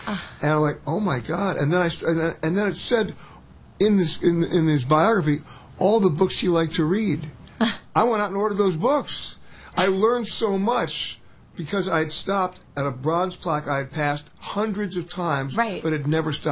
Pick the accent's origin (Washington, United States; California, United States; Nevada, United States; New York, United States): New York, United States; I'm born and raised in New York.